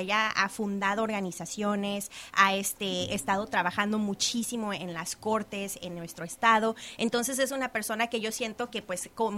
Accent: Mexico; now in North Carolina, United States; yo soy de México

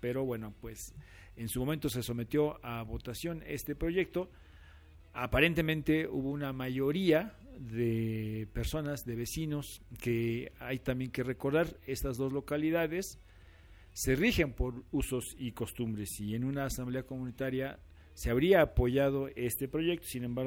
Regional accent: Chiautempan, Tlaxcala, Mexico; Para quienes somos de Santana, ahí cerquita, bueno, pues está el Llanito, la unidad habitacional del Llanito

